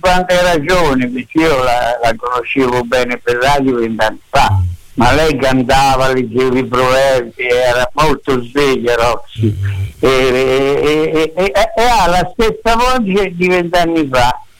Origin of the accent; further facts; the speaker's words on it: Rome, Lazio, Italy; La montagna è bella. Io romano.